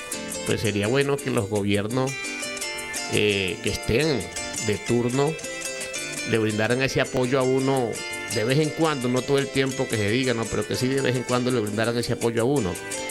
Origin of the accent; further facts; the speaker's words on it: Arauca, Colombia; moved away; also born or lived in Meta; Yo me abrí de Arauca y representé mucho a Arauca.